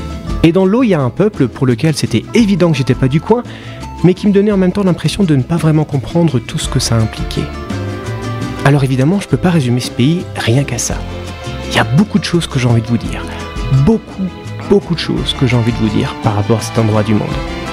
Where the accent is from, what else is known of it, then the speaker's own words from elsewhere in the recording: France; J'ai grandi en France